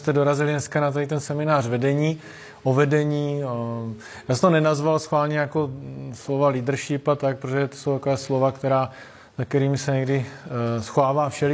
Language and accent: Czech; Brno, South Moravian Region, Czechia; Jsem původně z Brna